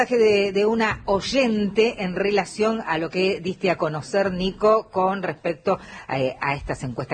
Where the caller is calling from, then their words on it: Gualeguaychú, Entre Ríos, Argentina; Hola, buen día … de Gualeguaychú.